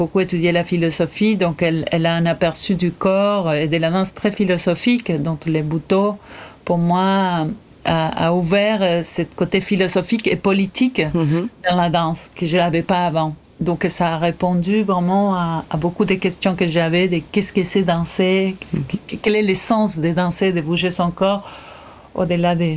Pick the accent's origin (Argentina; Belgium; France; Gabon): Argentina; Entre Ríos; born or raised there; also born or lived in Córdoba